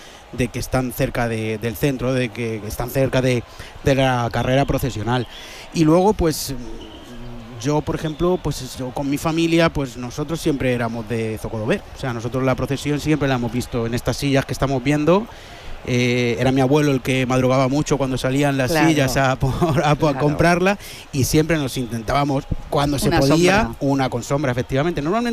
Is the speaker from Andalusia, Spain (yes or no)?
no; Toledo, Castilla-La Mancha, Spain; Yo esta conversación la tengo mucho con amigos que son igual que yo de Toledo